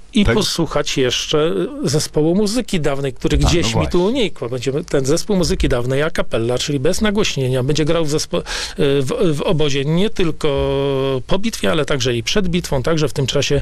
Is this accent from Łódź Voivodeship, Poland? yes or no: no; Pomeranian Voivodeship, Poland